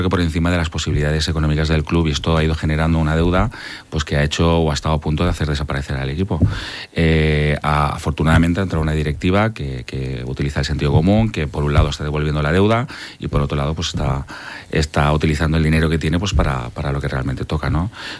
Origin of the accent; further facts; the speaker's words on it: Gandia, Valencian Community, Spain; A ver, para mí, para decir que yo que soy de Gandía, que he jugado más de 10 años en el club de fútbol Gandía, que mis mejores amigos los he hecho allí en el club